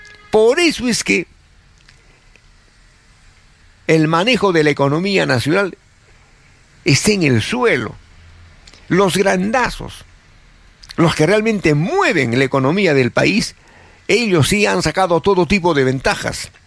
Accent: Peru

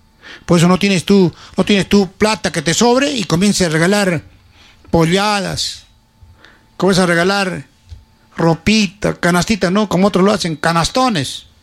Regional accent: Cerro Colorado, Arequipa, Peru; born there; now in Uchumayo, Peru; No vivo un día, pues. Vivo 20 años. Nacido en Cerro Colorado con mucho orgullo. Cerreño de nacimiento. No lo voy a negar.

